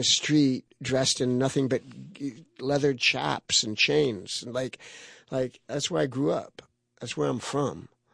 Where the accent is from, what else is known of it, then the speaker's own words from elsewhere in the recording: Hollywood, California, United States; But we grew up in Hollywood. We ran around on the streets in Hollywood.